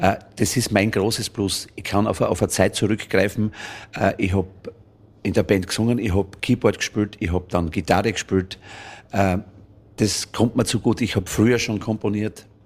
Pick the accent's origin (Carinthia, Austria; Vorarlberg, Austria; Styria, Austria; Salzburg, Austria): Styria, Austria; Berndorf; Nein, ich bin aus Berndorf bei Hitzendorf, schon seit ich auf der Welt bin. Bin dort geboren, also geboren in Stallhofen, aber das ist ganz in der Nähe.